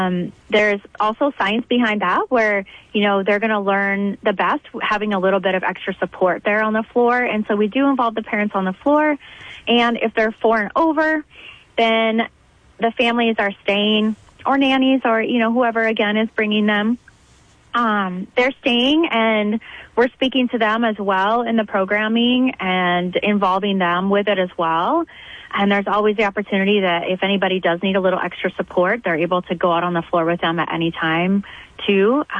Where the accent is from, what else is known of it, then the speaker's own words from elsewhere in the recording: Midwest, United States; also born or lived in Arizona; now in Sioux Falls, United States; So my family moved up from Arizona. I'm originally from the Midwest, but have been living in the desert for about 15 years now.